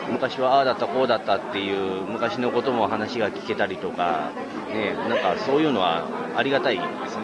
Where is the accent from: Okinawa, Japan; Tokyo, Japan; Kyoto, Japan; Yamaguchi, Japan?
Yamaguchi, Japan; moved away; 自分ももともと地元は山口県の方なんですけど、